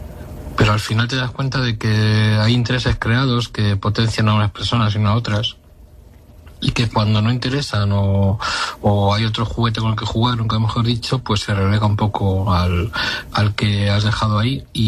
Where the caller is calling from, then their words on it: Madrid, Community of Madrid, Spain; de Madrid.